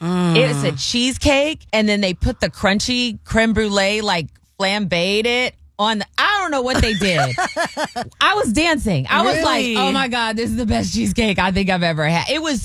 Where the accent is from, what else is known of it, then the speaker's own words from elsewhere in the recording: Fremont, United States; So I'm in my hometown. Shout out to Fremont.